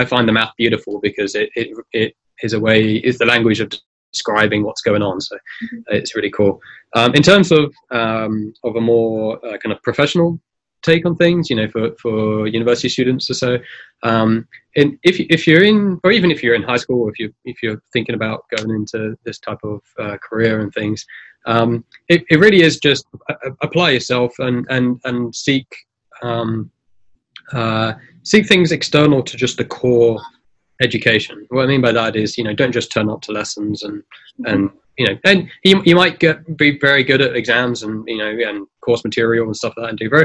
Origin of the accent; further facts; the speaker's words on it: England, United Kingdom; I'm from England